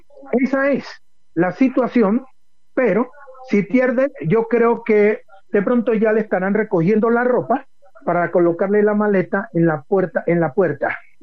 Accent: Buenaventura, Valle del Cauca, Colombia; now in Cali, Colombia; la situación que se vive hoy aquí en la ciudad de Cali, lo que se vive en mi tierra natal, Buenaventura

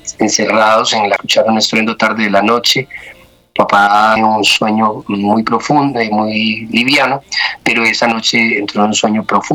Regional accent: Ibagué, Tolima, Colombia; born there; now in Doima, Colombia; Soy tolimense por la gracia del Señor. Nací en la ciudad de Ibagué.

